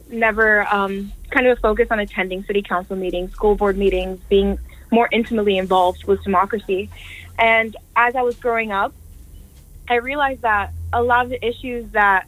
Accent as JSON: {"language": "English", "town": "Perth Amboy", "region": "New Jersey", "country": "United States", "tie": "born or raised there", "said": "born and raised in New Jersey. I'm actually from Perth Amboy."}